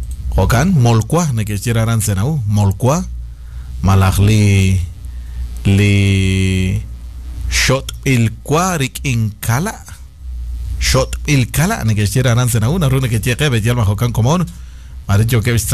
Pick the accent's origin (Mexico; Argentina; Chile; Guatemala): Guatemala